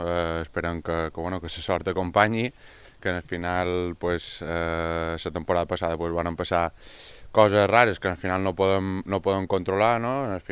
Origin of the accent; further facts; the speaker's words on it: Mallorca, Balearic Islands, Spain; Com a mallorquí i mallorquinista